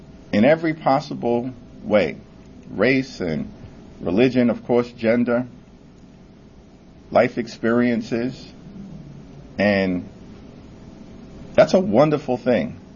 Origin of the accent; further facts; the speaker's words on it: New York City, New York, United States; Well, I'm a New Yorker second, but a Brooklynite first. And I think the good thing, the amazing thing about being from Brooklyn is that it is one of the most diverse places in the world.